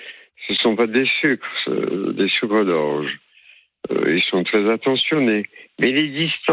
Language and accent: French; Chlef, Chlef Province, Algeria; born there; now in southern France; Je suis né en Algérie de culture juive. Donc les grandes familles. Je suis né à Orléansville.